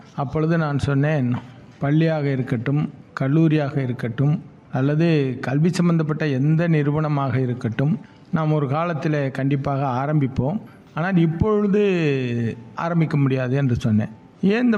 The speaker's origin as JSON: {"language": "Tamil", "town": "Muthupattinam", "region": "Tamil Nadu", "country": "India", "tie": "born or raised there", "moved": "as an adult", "lives_now": "Dindigul, India", "said": "என்னுடைய சொந்த ஊர் புதுக்கோட்டை மாவட்டம், புதுக்கோட்டை அறந்தாங்கி சாலையில் 15வது கிலோமீட்டரில் முத்துப்பட்டினம் என்ற சிற்றூர். வேலை நிமித்தமாக திண்டுக்கலுக்கு வந்தேன், இங்கே குடியிருக்கேன் தற்சமயம்."}